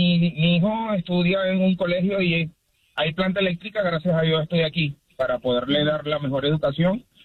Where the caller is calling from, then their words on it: Salt Lake City, Utah, United States; Buenos días, Andreina. Te llamo de Salt Lake City.